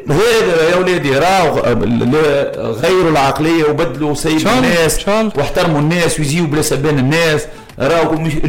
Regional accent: Tunisia

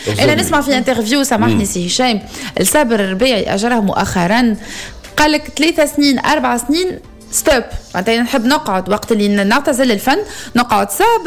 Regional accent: Tunisia; احنا كجماهير تونسية

